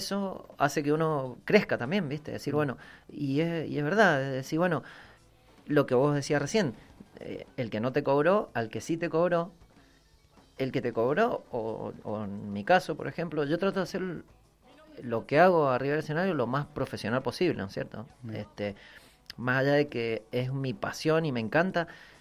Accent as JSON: {"language": "Spanish", "town": "Las Heras", "country": "Argentina", "said": "Y él en Luján y yo en Las Heras, de donde soy."}